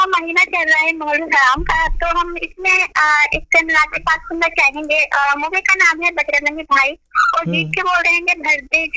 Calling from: Rampur, Uttar Pradesh, India; Sir मैं वैसे तो ककराव के रहने वाली हूँ, मैं गांव से ही।

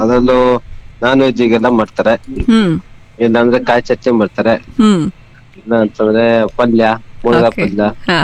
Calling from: Shivamogga, Karnataka, India; ನಮ್ಮ ಶಿವಮೊಗ್ಗದ ಮಲೆನಾಡು ಸ್ಪೆಷಲ್

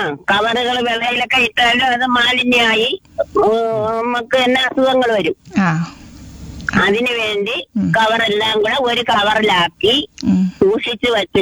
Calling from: Kerala, India; ഇത് മലയടി

